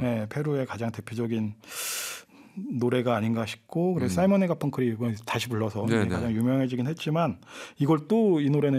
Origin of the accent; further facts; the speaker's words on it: Daejeon, South Korea; 네 근데 그게 제가 대전에서 자랐는데 대전에서는 이걸 대전 MBC에서 자체 방송을 했습니다